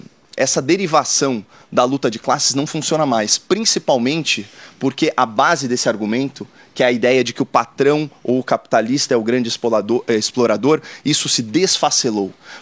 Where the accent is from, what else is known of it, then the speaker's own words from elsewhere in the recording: Brazil; Eu sou brasileiro. Esse é o único rótulo que eu aceito.